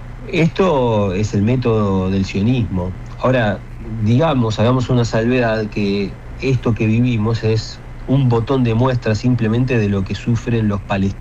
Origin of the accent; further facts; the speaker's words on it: Argentina; como argentinos participamos de esta misión también